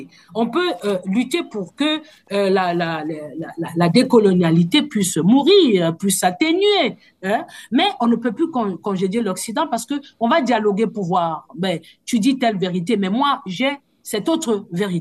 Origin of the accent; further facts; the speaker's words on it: Cameroon; j'ai été dans le bureau de ce qu'on appelle chez nous au Cameroun le BENSINET